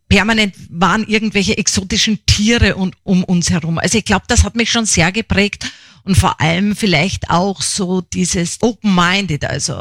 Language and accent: German; Upper Austria, Austria; Meine Mutter stammt aus Bayern und aufgewachsen bin ich dann in Oberösterreich. Man spricht da zwar überall Deutsch, aber unterschiedlich Deutsch.